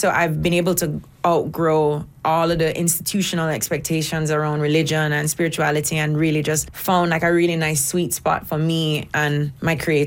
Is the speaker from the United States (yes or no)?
no; Jamaica; I'm a Jamaican girl.